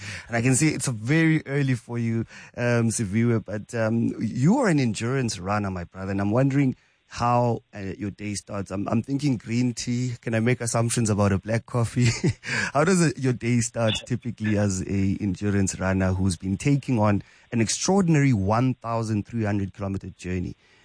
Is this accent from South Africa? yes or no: yes; East London, Eastern Cape, South Africa; I come from East London for it to end. Emondi, and now called, of course, Kukombo City. When I grew up, we used to drive, and then all you'd see is people running in the freeway.